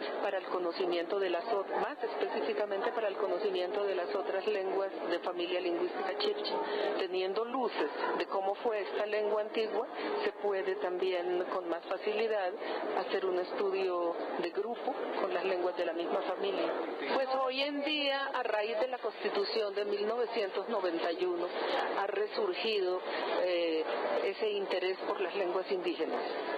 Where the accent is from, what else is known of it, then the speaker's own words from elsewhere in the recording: Boyacá, Colombia; yo soy boyacense, entonces los muiscas habitaron esa región de Boyacá, entonces son mis antepasados remotos.